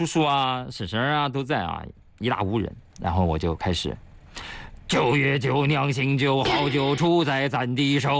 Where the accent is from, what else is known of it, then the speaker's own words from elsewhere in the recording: Shanxi, China; 正宗山西老陈醋，我家乡的特产啊！